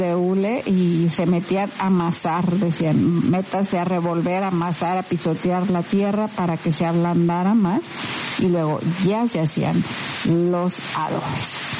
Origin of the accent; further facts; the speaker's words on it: Mexico; moved away; yo de donde vengo, de México